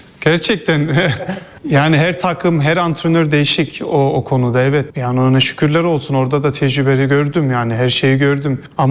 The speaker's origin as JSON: {"language": "Turkish", "country": "Germany", "tie": "born or raised there", "moved": "as an adult", "lives_now": "Turkey", "said": "Hani doğma büyüme Almanya ama gene kanımız Türkiye."}